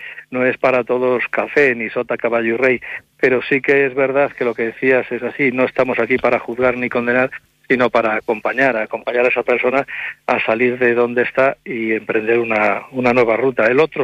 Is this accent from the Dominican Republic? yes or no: no; Galicia, Spain; Yo, además, viniendo de donde vengo, de Galicia, sé de sobra cómo...